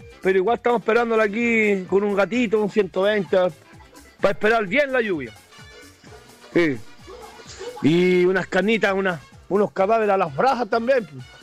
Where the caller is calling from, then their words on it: San José de Peñuelas, O'Higgins, Chile; Acá San José de Peñuela